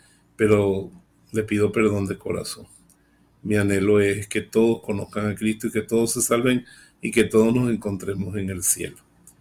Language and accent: Spanish; Venezuela; Mucho camisón para Petra, decimos en Venezuela.